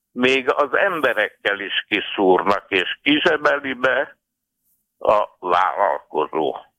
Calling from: Budapest, Hungary; Budapestről vagyok.

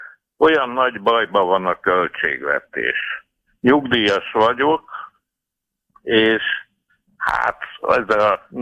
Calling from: Budapest, Hungary; Budapestről vagyok.

